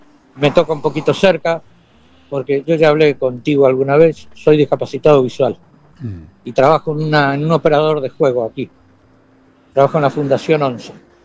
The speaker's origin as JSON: {"language": "Spanish", "town": "Avellaneda", "region": "Buenos Aires Province", "country": "Argentina", "tie": "born there", "said": "yo soy de Avellaneda. Yo nací ahí en la clínica Wilde. Ajá. Sobre la avenida Mitre."}